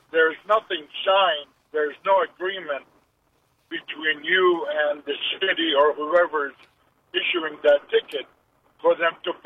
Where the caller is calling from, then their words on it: Youngstown, Ohio, United States; I'm from Youngstown.